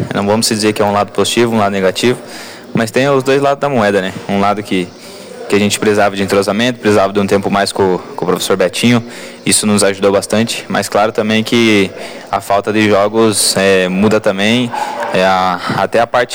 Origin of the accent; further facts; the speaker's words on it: Francisco Beltrão, Paraná, Brazil; born there; Como eu sou de Francisco Beltrão, conheço a maioria das pessoas, a maioria dos torcedores, vivi dentro desse ginásio.